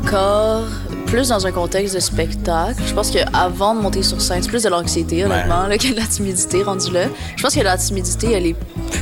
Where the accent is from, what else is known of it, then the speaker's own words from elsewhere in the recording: Quebec, Canada; Fait que la meilleure manière de le faire pour moi, c'était juste de le faire dans ma langue maternelle, puis dans, avec la manière dont je parle à tous les jours. Puis c'était aussi, I guess, un peu un choix de vouloir faire perdurer la langue puis mmh. la culture québécoise.